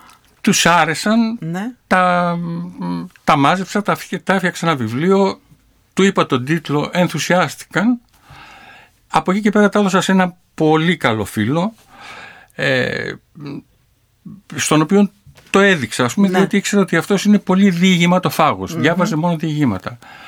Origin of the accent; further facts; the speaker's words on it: Tavros, Attica, Greece; born there; από εκεί που γεννήθηκα, από τον Ταύρο, από την παραγωγητονιά του Ταύρου, που γεννήθηκα μέσα σε μια παράγκα